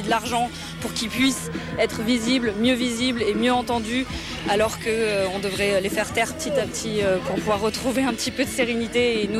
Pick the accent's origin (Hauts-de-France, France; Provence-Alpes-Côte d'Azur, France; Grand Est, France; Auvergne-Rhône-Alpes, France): Hauts-de-France, France; Moi, je viens des Hauts-de-France. J'ai grandi ici, mais je suis arrivée il y a 2 ans sur le Lensois.